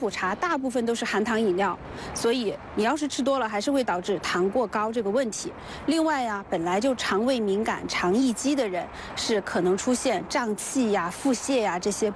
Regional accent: China

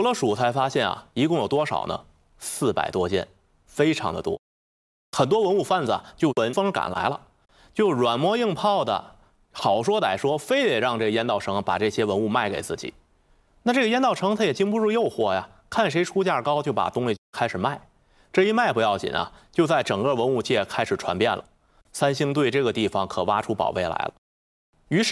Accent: China

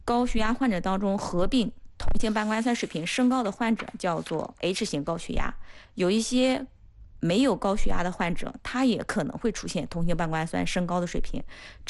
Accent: China

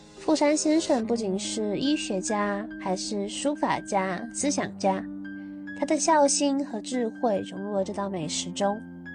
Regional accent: Taiwan; Hello， 大家好，我是来自台湾的

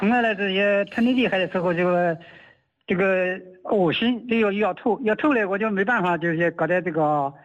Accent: Anji, Zhejiang, China; 我是安吉的，安吉不行啊。

